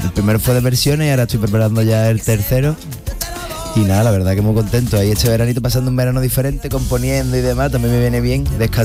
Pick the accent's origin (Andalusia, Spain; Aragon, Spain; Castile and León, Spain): Andalusia, Spain; Sanlúcar de Barrameda; allí en mi tierra, en Sanlúcar de Barrameda